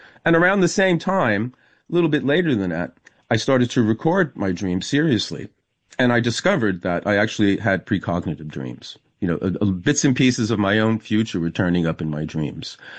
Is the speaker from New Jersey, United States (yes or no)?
yes; New Jersey, United States; I mean, when I grew up in New Jersey, I knew lots of people who were great musicians.